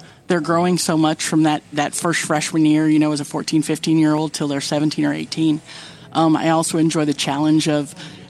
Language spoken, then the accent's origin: English; Belton, Missouri, United States; I grew up in Belton and we didn't have state.